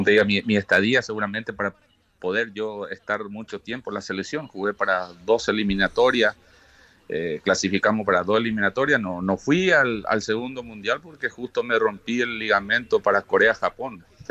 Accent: Paraguay

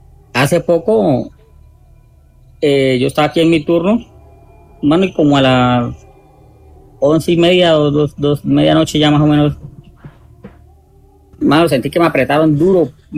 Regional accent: Guamal, Meta, Colombia; Pues, Dani, la verdad, yo soy por acá del Meta, de los Llanos Orientales, más exactamente de Guamal Meta.

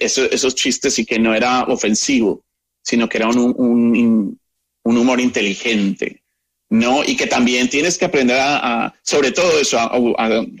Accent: Colombia; moved away; Recuerdo que cuando salí de Colombia hace muchos años, que fui a ver una película

